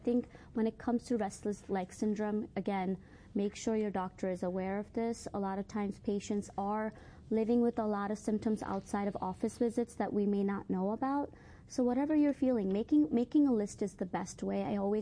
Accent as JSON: {"language": "English", "country": "India", "tie": "born or raised there", "moved": "yes", "said": "I grew up in India"}